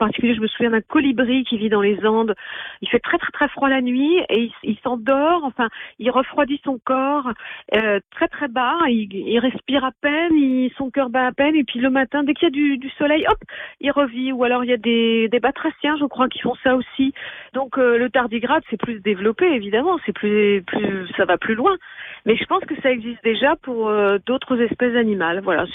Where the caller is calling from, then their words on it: Paris, Île-de-France, France; de Paris.